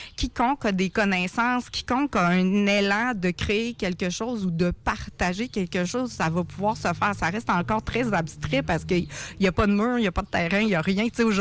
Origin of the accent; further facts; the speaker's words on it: Quebec City, Quebec, Canada; quand je dis je viens de Vanier